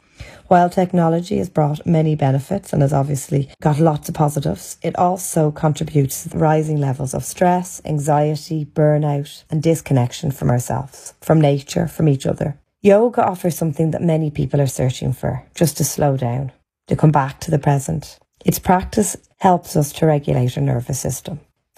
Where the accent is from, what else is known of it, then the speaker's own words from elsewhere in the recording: Ireland; I'm from Ireland. I live in Dublin